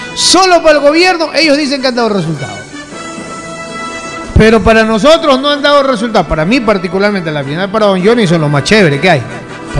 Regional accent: Ecuador; que somos los ecuatorianos

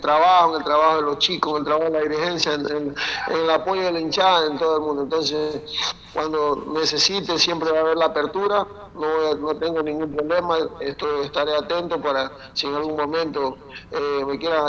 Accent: Ecuador; Pero también uno como ecuatoriano, de estar en su país, también uno siempre quiere ir abriendo puertas

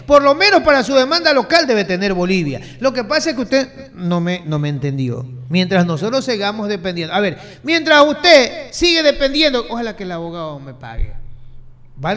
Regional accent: Ecuador; Somos los ecuatorianos.

